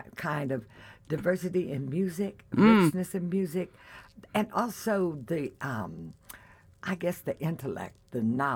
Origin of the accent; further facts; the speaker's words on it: Denver, Colorado, United States; Yeah, I grew up in Five Points, honey.